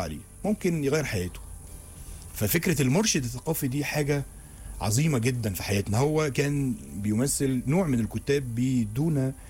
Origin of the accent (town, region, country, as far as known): Egypt